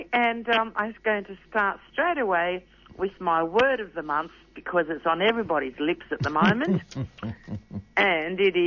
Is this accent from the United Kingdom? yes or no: no; Sydney, New South Wales, Australia; born there; I was born in Sydney to immigrants